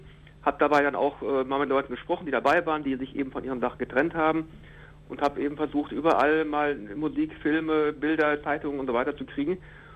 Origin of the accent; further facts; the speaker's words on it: Hagen, North Rhine-Westphalia, Germany; Ich komme aus Hagen.